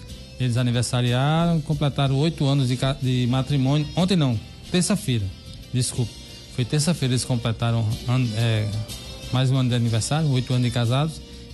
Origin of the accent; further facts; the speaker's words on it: Caicó, Rio Grande do Norte, Brazil; moved away; lá no povoadozinho ali de Caicó, lá na minha cidade, né? No meu interior